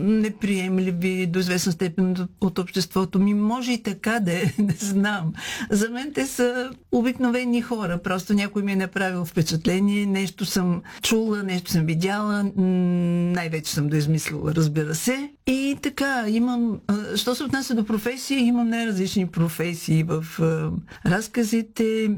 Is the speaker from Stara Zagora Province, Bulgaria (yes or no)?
yes; Stara Zagora, Stara Zagora Province, Bulgaria; born there; now in Burgas, Bulgaria; Аз съм родена в Стара Загора. Море видях едва като бях някъде около 12-13 годишна.